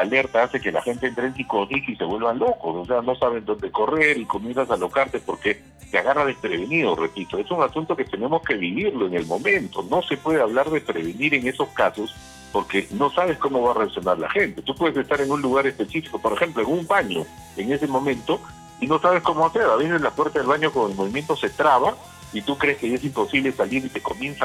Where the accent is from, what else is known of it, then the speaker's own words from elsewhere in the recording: Peru; todos somos peruanos